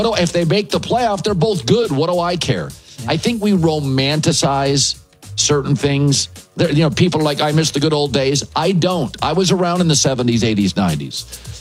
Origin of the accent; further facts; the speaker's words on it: West Coast, United States; so I grew up on the West Coast. So I grew up as a Pac-12 fan.